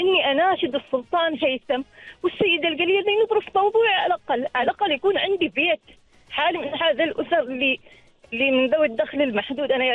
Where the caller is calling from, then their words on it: Oman; أنا عمانية، أنا عمانية